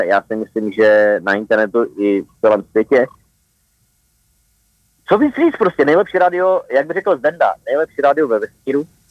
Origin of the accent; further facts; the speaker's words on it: North Moravia, Czechia; jsem ze Severní Moravy